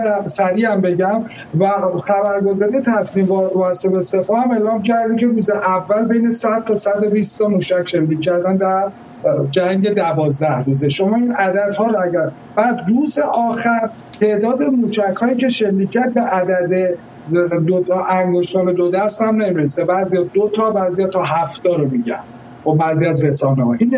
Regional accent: Iran; من به عنوان یک ایرانی

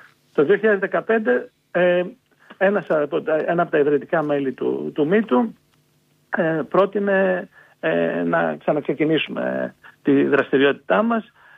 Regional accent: Greece; moved away as an adult; now in Luxembourg; Εγώ έφυγα από την Ελλάδα το 1992 και από τότε είμαι στο Λουξεμβούργο, δουλεύω στα ευρωπαϊκά όργανα

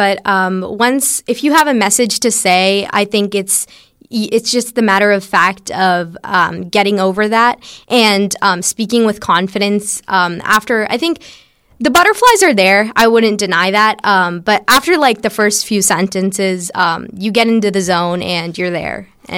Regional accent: South Fayette, Pennsylvania, United States; born there; I started here in third grade, and now I'm in 11th grade

